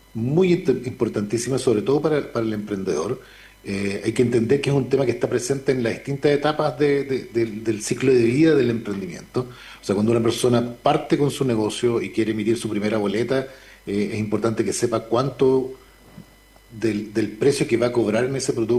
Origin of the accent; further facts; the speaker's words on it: Los Andes Province, Valparaíso, Chile; de la provincia de los Andes, de hecho, mi provincia, yo soy andino